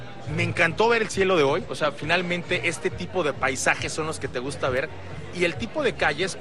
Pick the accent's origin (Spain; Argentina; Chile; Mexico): Mexico; como mexicanos a mí me ha tocado ver que muchos que viajamos al extranjero